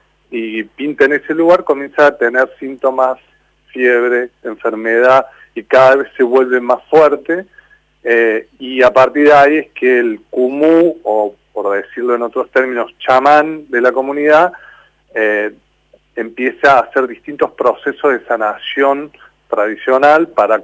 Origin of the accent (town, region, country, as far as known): Córdoba, Argentina